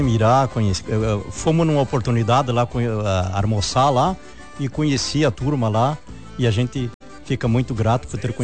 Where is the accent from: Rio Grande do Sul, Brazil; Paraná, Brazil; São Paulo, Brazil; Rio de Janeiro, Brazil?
Rio Grande do Sul, Brazil; Santa Rosa; moved away as an adult; now in Santa Catarina, Brazil; Eu já fazem 7 anos que eu tô radicado aqui em Santa Catarina e venho de Santa Rosa.